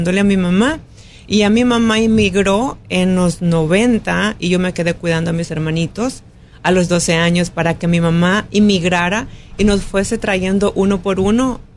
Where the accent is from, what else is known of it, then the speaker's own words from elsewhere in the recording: La Unión, El Salvador; moved away; Allá estudié hasta el tercer grado